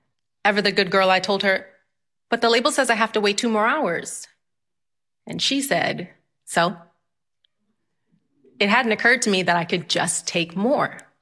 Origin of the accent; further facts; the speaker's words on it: New York City, New York, United States; now in Phoenix, United States; The thing that I loved about growing up in New York is you can see the entire world in your little city. There are people from all over the world who speak all different languages.